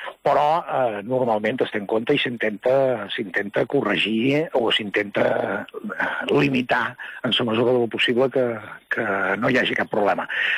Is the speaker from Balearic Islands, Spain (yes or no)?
yes; Menorca, Balearic Islands, Spain; estem a Menorca, tenim com a menorquins, jo crec que tots sabem i som conscients de que tenim que vivim un paradís